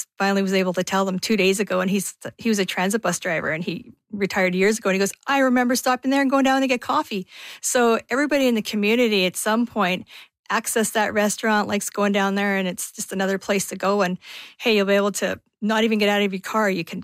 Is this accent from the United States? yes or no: no; Lundar, Manitoba, Canada; I grew up in a Métis community. And Icelandic community. It was one of the bigger settlements. I come from Lundar.